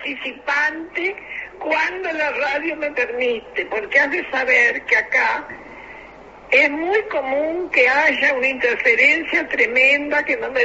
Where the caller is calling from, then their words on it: Nico Pérez, Florida, Uruguay; Soy del departamento de Florida, de Nico Pérez.